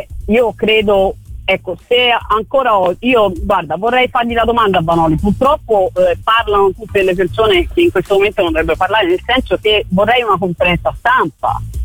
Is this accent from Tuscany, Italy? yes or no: yes; Florence, Tuscany, Italy; questo lo riconosco da Fiorentina, siamo una città particolare